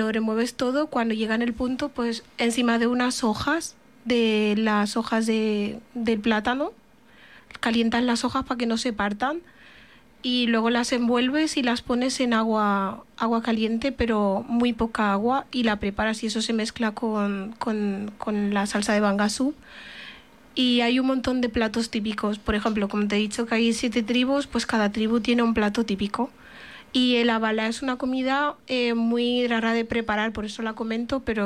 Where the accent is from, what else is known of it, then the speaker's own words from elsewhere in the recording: Bioko, Equatorial Guinea; moved away; Mi país es Guinea, mi tribu es de la isla de Bioko, pertenecemos a la tribu Bubi